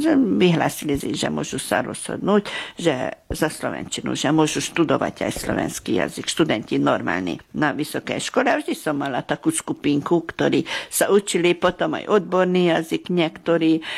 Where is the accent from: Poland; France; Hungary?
Hungary; Békéscsaba, Békés; som sa rozhodla, že ja musím sa domov vrátiť. Tak dlho som bola ďaleko, že som cítila tú potrebu, že zase chcem tu bývať doma v Bekeskej Čabe. Čiže ja vždy som musela odísť trošku na chvíľku, ale stále som sa vrátila sem.